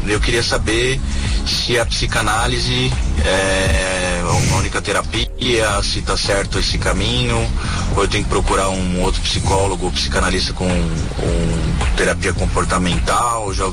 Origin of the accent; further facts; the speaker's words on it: São Paulo, Brazil; Sou aqui de São Paulo.